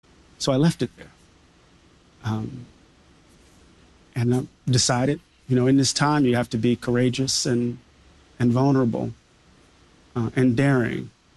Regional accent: Mississippi, United States; Maybe it's because I'm from Mississippi.

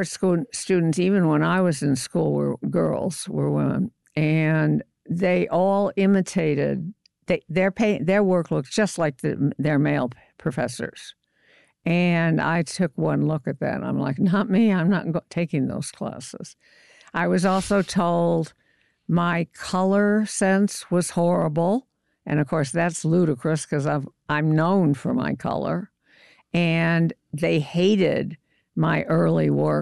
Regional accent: Chicago, Illinois, United States; It meant I wanted to grow up and be a famous artist. And I grew up in Chicago.

